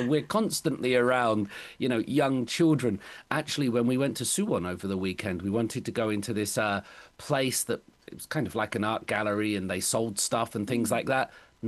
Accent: United Kingdom; now in South Korea; as a British man.

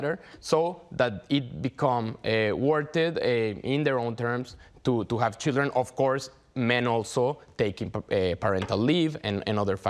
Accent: Mexico; moved away as an adult; now in South Korea; my home country in Mexico

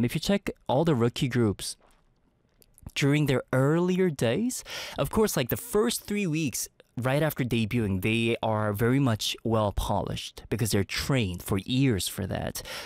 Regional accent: Seoul, South Korea; you might be placed in Ulsan or something, very far away from my hometown, which is Seoul right now.

